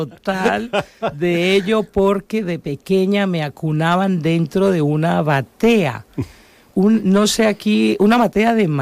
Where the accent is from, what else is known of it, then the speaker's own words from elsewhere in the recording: Tumaco, Nariño, Colombia; Por ejemplo, yo soy de Tumaco, y Tumaco tiene el nombre por los indios Tumapaes.